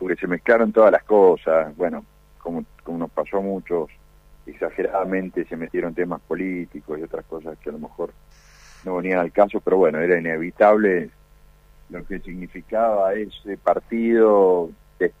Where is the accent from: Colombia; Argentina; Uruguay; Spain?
Argentina; Mendoza; para nosotros, como mendocinos en el deporte